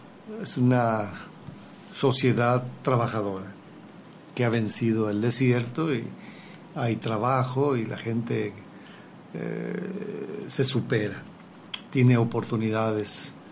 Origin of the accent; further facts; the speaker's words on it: León, Guanajuato, Mexico; Soy de León.